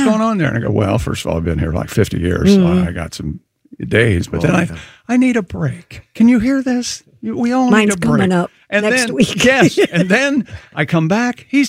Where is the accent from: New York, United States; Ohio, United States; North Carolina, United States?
Ohio, United States; Columbus; Well, you know me. I grew up in Columbus, Ohio. Michigan does not deserve any wins. That's the way I was born and raised.